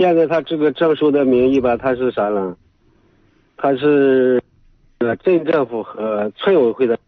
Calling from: Xinjiang, China; 我是咱们新疆县的。

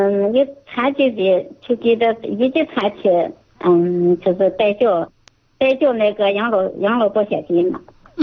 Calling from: Hejin, Shanxi, China; 河津市小梁乡南岩村。

